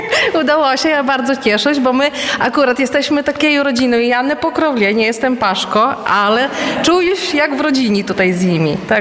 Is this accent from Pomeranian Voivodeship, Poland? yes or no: no; Dubicze Osoczne, Podlaskie Voivodeship, Poland; I żywu w drugiej gminie niż gmina tutaj Naresz. Pochodzę z Dubiczy Osocznych i dojeżdżaju tutaj.